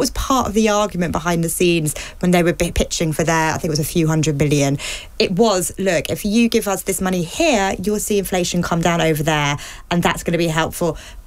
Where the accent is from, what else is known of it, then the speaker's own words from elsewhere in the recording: London, United Kingdom; I'm a Londoner. I got the bus always to school and they were cheap in London, although we still had to pay back when I was a kid.